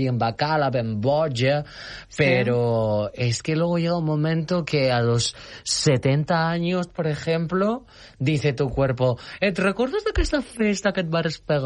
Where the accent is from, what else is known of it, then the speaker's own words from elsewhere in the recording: Mallorca, Balearic Islands, Spain; Soc de Mallorca, sí. També soc mallorquina.